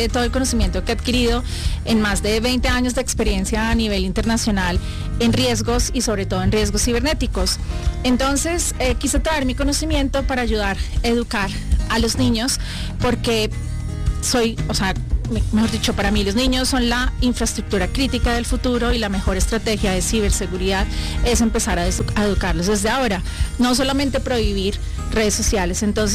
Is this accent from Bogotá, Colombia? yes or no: yes; Bogotá, Colombia; moved away; Yo feliz de poder estar acá en mi país